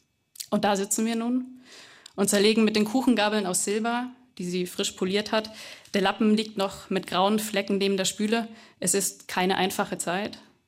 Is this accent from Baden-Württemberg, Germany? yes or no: yes; Tal, Baden-Württemberg, Germany; Nee, also ich komme aus der Nähe von Ulm, aus einem kleinen schwäbischen Dorf, das heißt Tal mit TH, muss man nicht kennen.